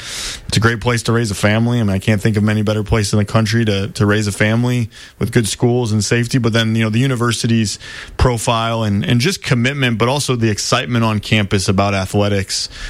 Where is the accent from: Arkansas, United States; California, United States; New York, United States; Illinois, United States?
Illinois, United States; Chicago; I grew up in Chicago.